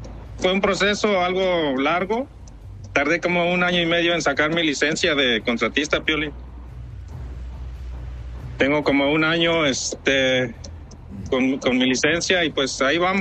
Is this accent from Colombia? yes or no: no; Puebla, Mexico; Para que lo soy de Puebla, de donde somos los feos, prietos, gordos y chaparros.